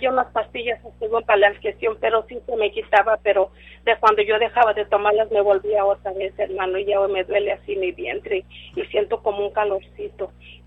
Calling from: Tyler, Texas, United States; de aquí de Tyler.

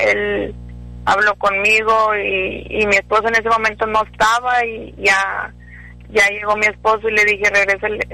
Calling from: Gustavo Díaz Ordaz, Tamaulipas, Mexico; Soy de Díaz Ordaz, hermano.

